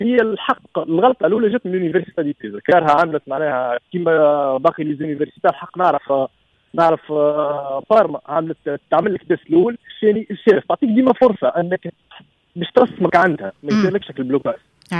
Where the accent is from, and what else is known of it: Tunisia; now in Italy